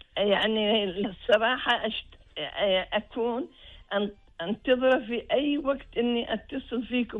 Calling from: Kuwait; احنا الكويتيين

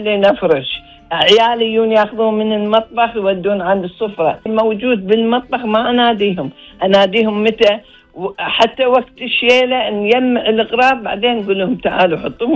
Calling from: Kuwait

